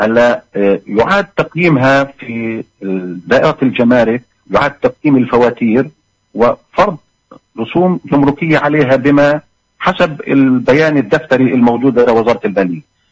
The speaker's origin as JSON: {"language": "Arabic", "region": "West Bank", "country": "Palestine", "said": "عندنا بالضفة الغربية"}